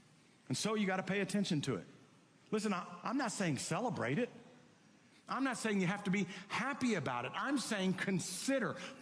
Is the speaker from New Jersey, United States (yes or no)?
no; Waco, Texas, United States; also born or lived in Dallas, Texas; I grew up in Waco, Texas, and then we moved to Dallas when I was in high school, and I grew up in Waco before Chip and Joanna made it cool. I'm old school.